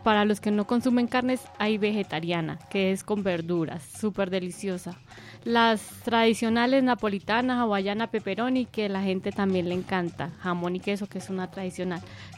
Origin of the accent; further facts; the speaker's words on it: Boyacá, Colombia; now in Sabaneta, Colombia; Nosotras somos de Boyacá y allá tenemos familia que tiene pizzerías. Entonces, ya por cuestiones de la vida, yo me trasladé a vivir aquí a Sabaneta